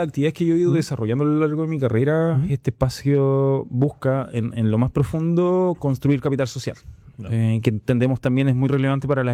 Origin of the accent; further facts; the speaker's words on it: Ñuble, Chile